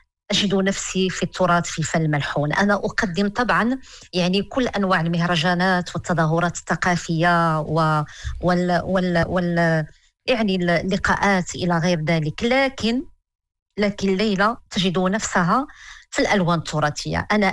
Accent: Morocco; accent: Moroccan Darija; أن أترك بلدي المغرب.

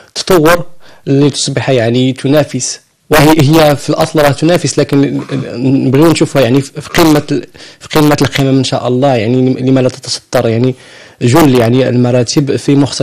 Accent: Morocco; نحن مغاربة

